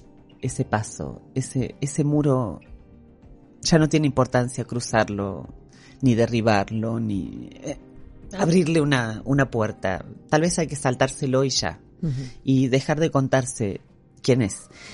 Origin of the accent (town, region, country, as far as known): Argentina